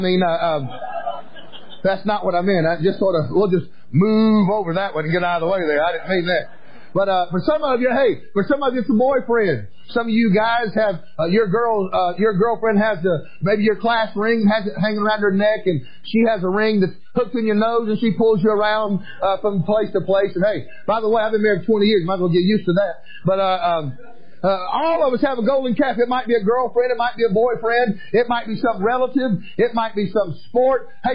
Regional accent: Atlanta, Georgia, United States; we're from Atlanta. I love the Atlanta Braves, and we're big Braves fans down there

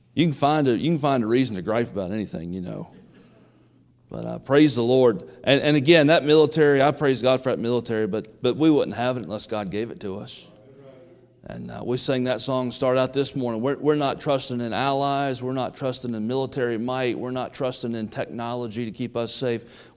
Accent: United States; I'm glad I'm an American.

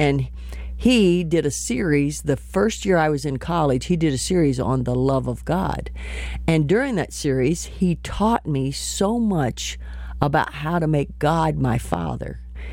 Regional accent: Martinsburg, West Virginia, United States; my hometown, Martinsburg, West Virginia.

